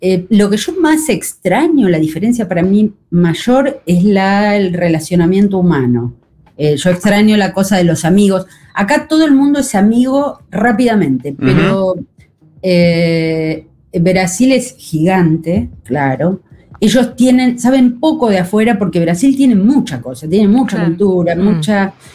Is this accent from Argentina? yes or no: yes; Argentina; moved away as an adult; now in Florianópolis, Brazil